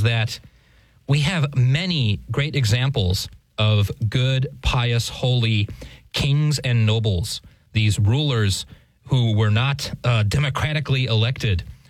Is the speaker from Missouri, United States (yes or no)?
yes; St. Louis, Missouri, United States; Yeah, I'm from St. Louis, Missouri.